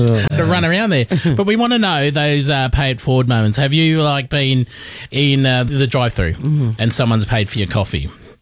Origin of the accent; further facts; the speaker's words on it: Australia; I'm the Australian Oprah Winfrey.